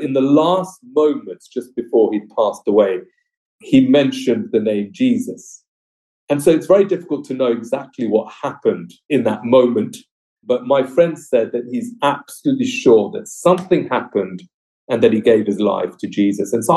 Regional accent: Watford, East of England, United Kingdom; how I grew up in Watford, my experiences of growing up in a Hindu home

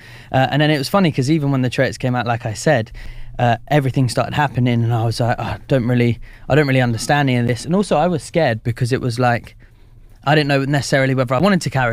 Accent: Slough, South East England, United Kingdom; growing up in Slough, it's a crazy place.

